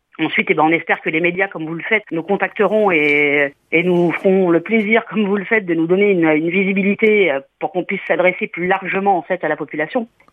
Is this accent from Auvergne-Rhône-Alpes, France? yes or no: no; Ajaccio, Corsica, France; Alors c'est vrai que pour l'instant, nous, on est tous des Ajacciens, ou sur le secteur d'Ajaccio, vous voyez, de la CAPA ou du secteur.